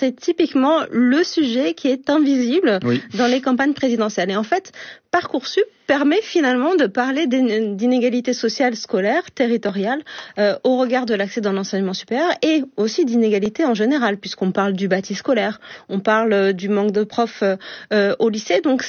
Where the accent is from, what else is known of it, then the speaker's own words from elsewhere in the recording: Saint-Quentin-en-Yvelines, Île-de-France, France; moi je viens de Saint-Quentin en Yvelines par exemple, si j'avais eu 18 ans il y a quelques années